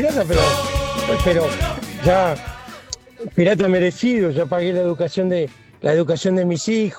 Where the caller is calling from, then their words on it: Vicente López, Buenos Aires Province, Argentina; de Vicente López